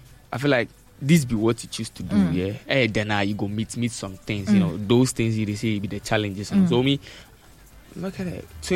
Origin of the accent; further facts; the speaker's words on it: Sekondi, Western Region, Ghana; I'm from Sekindi, yeah?